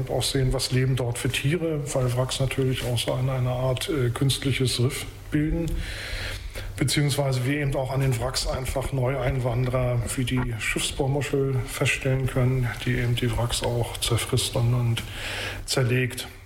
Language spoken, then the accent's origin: German; Mecklenburg-Vorpommern, Germany; born there; ich bin auf der Insel Rügen geboren